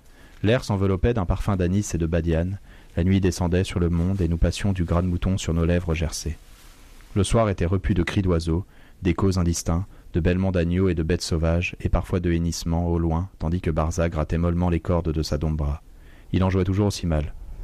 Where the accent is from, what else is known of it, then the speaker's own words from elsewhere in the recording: Chamonix, Auvergne-Rhône-Alpes, France; Je suis né à Chamonix et j'ai grandi dans les Alpes, donc je sais aussi ce que ça procure.